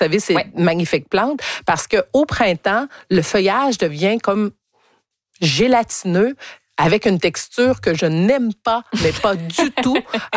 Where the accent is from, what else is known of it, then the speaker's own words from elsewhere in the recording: Quebec, Canada; parce que je viens encore une fois de l'Estrie, on a des chevreuils qui mangent les haies de cèdre.